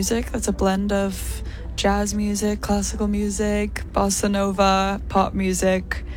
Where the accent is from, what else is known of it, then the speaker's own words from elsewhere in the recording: Iceland; Well, I'm from Iceland.